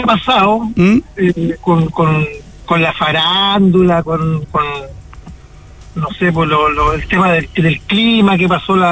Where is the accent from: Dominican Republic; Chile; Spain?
Chile; No, somos chilenos